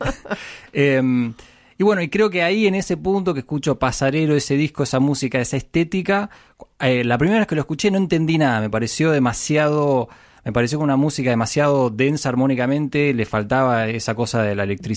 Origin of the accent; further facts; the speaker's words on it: Buenos Aires, Argentina; also born or lived in California, United States; Ahí nacimos yo y mi hermano más grande. Y después cuando yo tenía 6 nos vinimos a la Argentina, a Buenos Aires, donde me crié, fui uh-huh. al colegio.